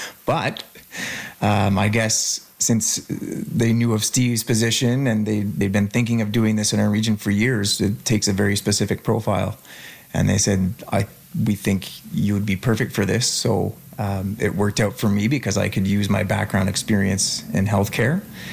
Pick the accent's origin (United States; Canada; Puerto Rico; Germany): Canada; Huntingdon, Quebec; moved away as an adult; now in Gaspésie, Canada; I'm a former paramedic and I'm originally from Huntingdon, which is about an hour south of Montreal. And I moved to the Gaspésie because I received a promotion as a supervisor for the ambulance services in Pointe-à-Naquois and Saint-Alexis.